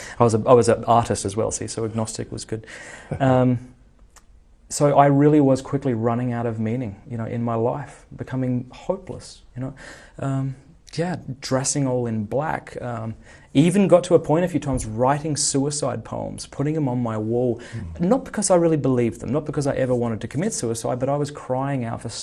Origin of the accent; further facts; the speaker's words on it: Port Pirie, South Australia, Australia; South Australia, a little place called Port Pirie, three hours north of Adelaide.